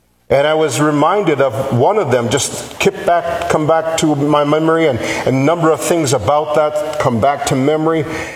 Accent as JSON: {"language": "English", "region": "Minnesota", "country": "United States", "tie": "born or raised there", "moved": "yes", "lives_now": "Nome, United States", "said": "I grew up in Minnesota."}